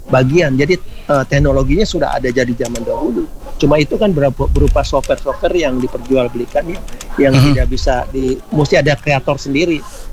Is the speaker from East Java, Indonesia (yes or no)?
no; Manado, North Sulawesi, Indonesia; Iya, betul. Kita dari Manado.